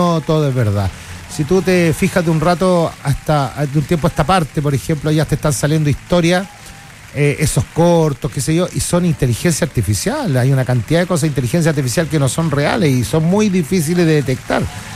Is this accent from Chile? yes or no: yes; Chile; Yo lo digo como chileno, ¿no? Amante de mi patria.